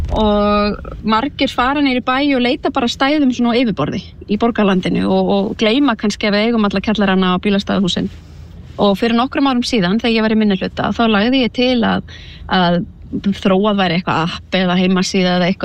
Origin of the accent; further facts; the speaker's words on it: Reykjavík, Capital Region, Iceland; þar sem við Reykvíkingar getum fengið að njóta veðurblíðunar þegar hún lætur sjá sig.